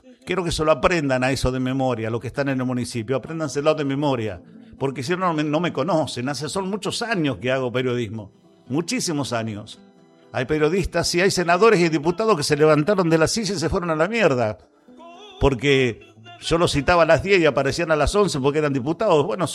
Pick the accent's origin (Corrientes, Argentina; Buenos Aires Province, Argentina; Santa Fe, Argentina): Buenos Aires Province, Argentina; Bragado